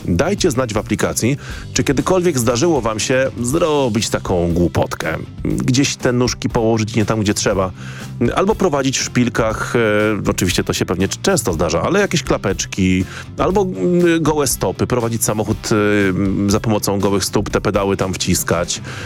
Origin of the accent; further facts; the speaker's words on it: southern Poland, Poland; jak to się mawia w moich stronach na południu